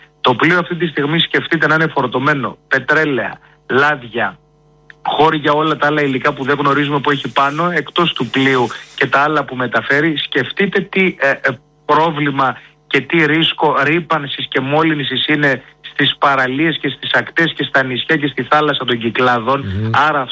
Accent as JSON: {"language": "Greek", "town": "Naxos", "region": "South Aegean", "country": "Greece", "said": "σκεφτείτε ότι εγώ λόγω ότι είμαι και από την Άξο και τότε που θυμάμαι καλά ήμουνα στο δημοτικό"}